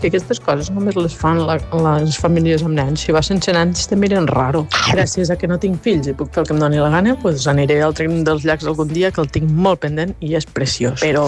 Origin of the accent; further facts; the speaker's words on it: Lleida, Catalonia, Spain; sóc de Lleida